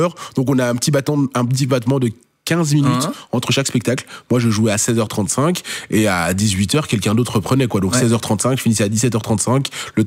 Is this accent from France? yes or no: no; Belgium; moi je suis belge.